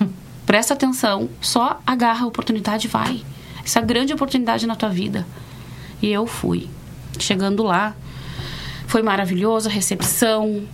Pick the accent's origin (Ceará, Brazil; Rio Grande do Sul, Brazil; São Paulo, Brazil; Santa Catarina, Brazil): Rio Grande do Sul, Brazil; gaúcha, sou do Rio Grande do Sul